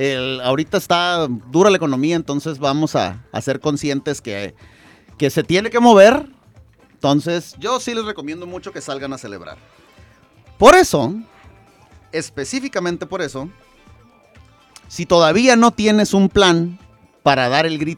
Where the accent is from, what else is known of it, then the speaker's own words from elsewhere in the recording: Mexico; como buenos mexicanos que somos